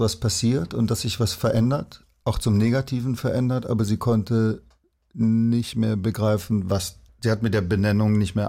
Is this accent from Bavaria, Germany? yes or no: no; Stuttgart, Baden-Württemberg, Germany; War Staatsanwalt und ist relativ früh nach Stuttgart versetzt worden. Und deswegen sind wir alle in Stuttgart aufgewachsen.